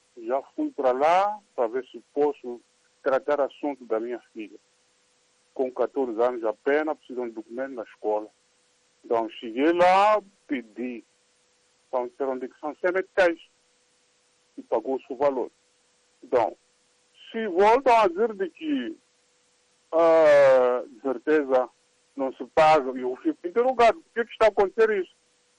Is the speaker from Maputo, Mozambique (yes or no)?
no; Jangamo, Inhambane, Mozambique; Eu sou natural de Jangama.